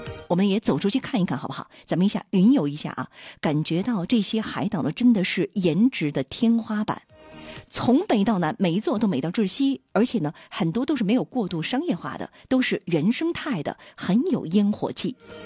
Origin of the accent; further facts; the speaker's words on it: Dalian, Liaoning, China; 咱们大连人呢就守着海边